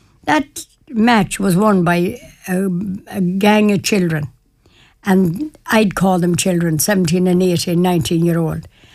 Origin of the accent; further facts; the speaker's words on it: Ballaghaderreen, County Roscommon, Ireland; Ballyhadreen, as I call my hometown